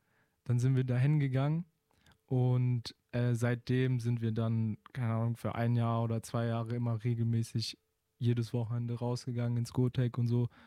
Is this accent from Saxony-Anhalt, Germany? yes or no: no; Karlsruhe, Baden-Württemberg, Germany; ich bin hier geboren, in Karlsruhe und auch aufgewachsen.